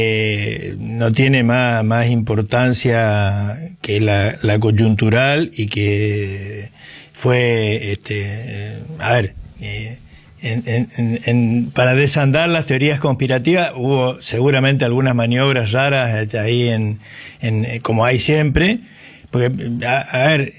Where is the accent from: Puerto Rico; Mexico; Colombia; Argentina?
Argentina; la mala fama que tenemos los argentinos, los del interior decimos que es culpa de los porteños.